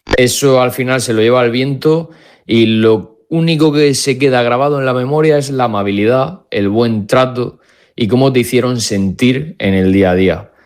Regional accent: Molina de Segura, Region of Murcia, Spain; also born or lived in Puebla de Don Fadrique, Granada; now in Madrid, Spain; Siempre que puedo me escapo a Molina de Segura, a mi tierra murciana.

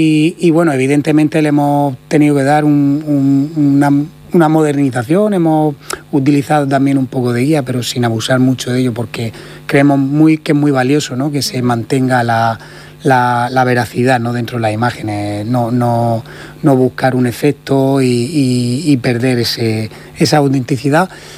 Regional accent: Region of Murcia, Spain

